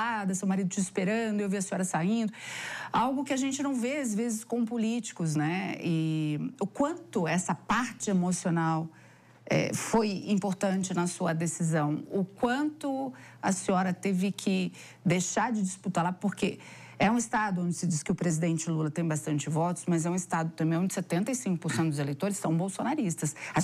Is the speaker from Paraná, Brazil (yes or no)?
no; Mato Grosso, Brazil; nós somos conterrâneas, eu sou de Mato Grosso também